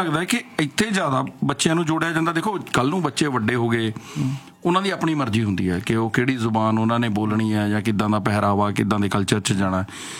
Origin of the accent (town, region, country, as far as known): Punjab, India